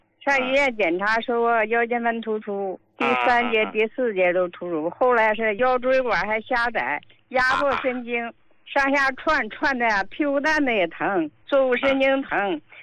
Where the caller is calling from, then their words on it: Harbin, Heilongjiang, China; 我是哈尔滨的患者。